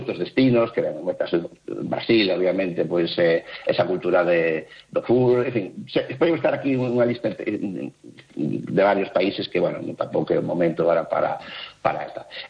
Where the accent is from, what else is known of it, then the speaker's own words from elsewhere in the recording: Galicia, Spain; que tamén pode ser pues tamén unha boa lembranza para cando marchamos de Galicia pues espallamos esa cultura nosa por parte do mundo, ¿no?